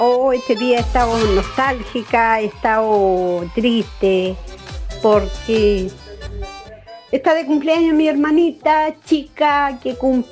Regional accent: Coronel, Biobío, Chile; moved away; Yo estoy lejos de mi tierra. Y acá no tengo hermanas. Entonces tengo a mis hijas nomás.

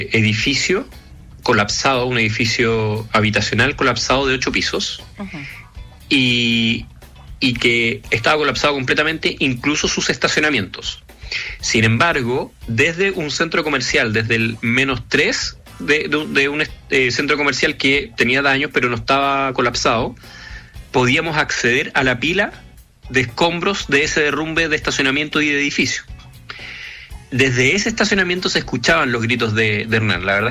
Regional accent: Chile; porque soy chileno

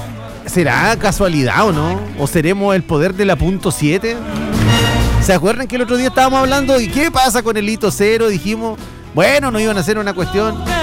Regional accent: Correntoso, Los Lagos, Chile; Camino a mi tierra natal de Correntoso, ahí pasadito Polinca, llegando a Correntoso

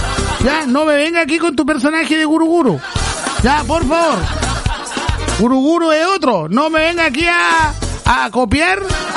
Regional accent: Chile; Ya, somos chilenos, hablamos bien.

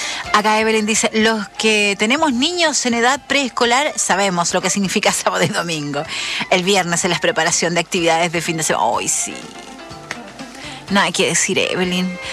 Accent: Chile

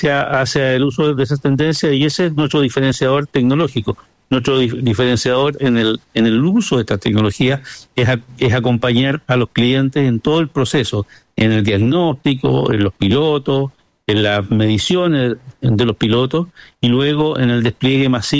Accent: Concepción, Biobío, Chile; Yo me acuerdo acompañar a mis padres al mercado, a la Vega. Yo soy penquista, esta historia es en Concepción.

